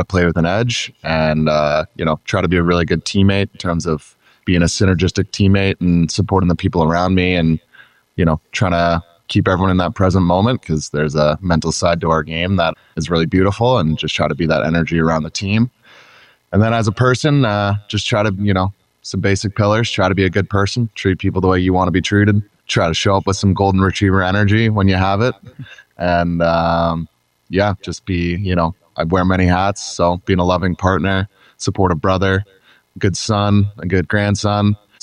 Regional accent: Georgetown, Ontario, Canada; There was a group of us from my hometown who was four of us who were all kind of commuting together down to Vaughan, Ontario, back to Georgetown.

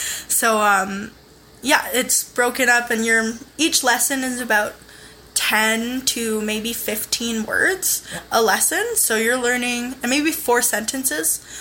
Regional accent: Burwash Landing, Yukon, Canada; also born or lived in Whitehorse, Yukon; My home is in Kluwani Lake Country in Burwash Landing, Yukon Territory. I was born up here in Whitehorse, Yukon, and moved back to Burwash in 2010 and have pretty much lived in the Yukon ever since. I graduated in Whitehorse in 2019

